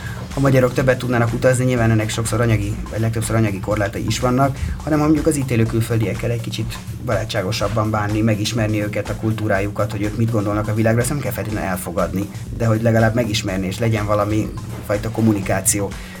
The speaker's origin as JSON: {"language": "Hungarian", "country": "Hungary", "said": "Nem mondom, én magyar vagyok, igen, de nem állítanám azt, hogy nagyon bizakodó lennék szerintem."}